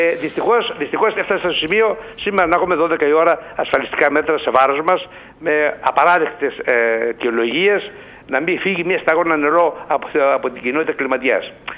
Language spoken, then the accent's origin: Greek; Lafki, Ionian Islands, Greece; το χωριό μου το λάφκι